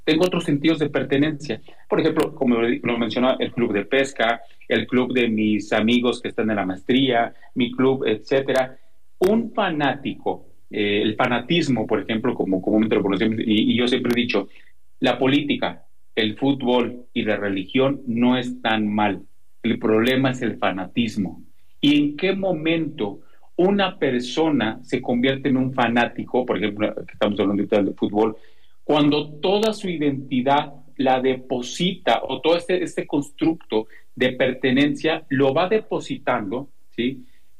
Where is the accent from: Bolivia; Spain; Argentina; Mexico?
Mexico; Guanajuato; yo que soy de Guanajuato y no sé, mi equipo es los Panzas Verdes de León, Guanajuato, eso me identifica, pertenezco y es mi ciudad, es mi estado